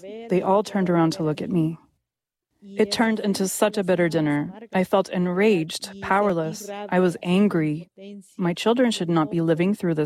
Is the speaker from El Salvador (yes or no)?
yes; El Salvador; I grew up in El Salvador, and in El Salvador, they say what happens when you cross the threshold of your house stays inside your house.